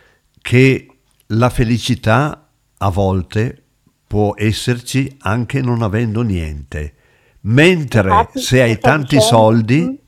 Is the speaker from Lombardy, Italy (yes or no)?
yes; Rovato, Lombardy, Italy